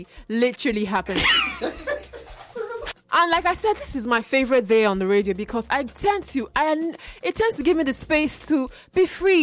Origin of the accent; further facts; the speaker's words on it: Nigeria; as a Nigerian in total